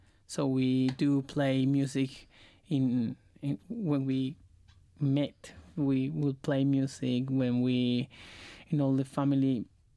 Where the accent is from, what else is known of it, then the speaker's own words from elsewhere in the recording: Colombia; I am from Latin America. I'm from Colombia. I play the bass.